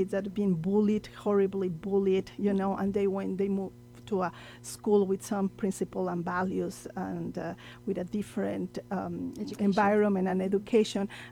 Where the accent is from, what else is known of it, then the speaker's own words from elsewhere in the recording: El Paso, Texas, United States; So those are the stories that we love to hear here in El Paso. Since I am from El Paso, I have a very special interest in hearing those successful stories